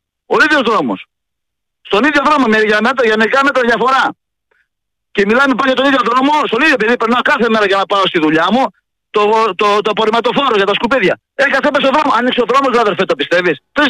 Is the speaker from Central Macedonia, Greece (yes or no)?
yes; Katerini, Central Macedonia, Greece; ένα Κατερινιώτη, ζώδια μου, έχω δρόμο στην Κατερίνα. Η πόλη του Λακούβα, αδερφέ.